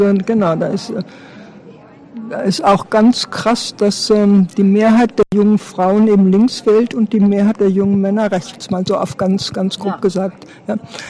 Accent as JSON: {"language": "German", "region": "western Germany", "country": "Germany", "said": "ich komme aus dem Westen, du kommst auch aus dem Westen"}